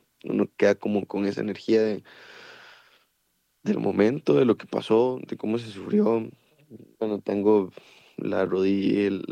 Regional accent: Pérez Zeledón, San José, Costa Rica; moved away as an adult; now in Heredia, Costa Rica

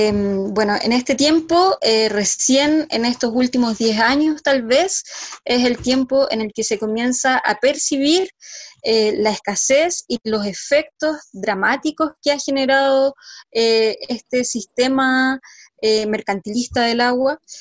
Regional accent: San Felipe, Valparaíso, Chile; San Felipe del Valle de la Aconcagua, de donde yo soy

